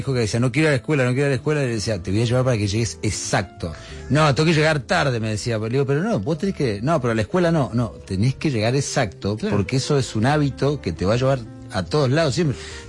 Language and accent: Spanish; Mendoza, Argentina; now in Buenos Aires, Argentina; cuando me vine a vivir acá a Buenos Aires, que soy de Mendoza